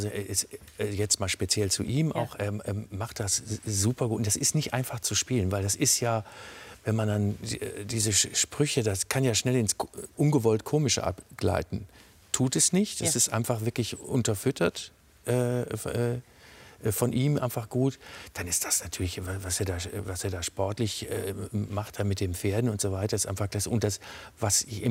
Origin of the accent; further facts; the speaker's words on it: London, United Kingdom; Obwohl, ich komme aus London.